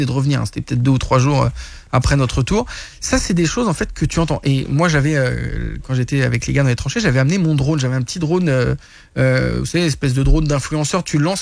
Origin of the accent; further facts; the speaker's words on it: France; now in Canada; parce que je suis français, qu'il y a eu les forces françaises qui ont été engagées, de deux, parce que je suis canadien de cœur maintenant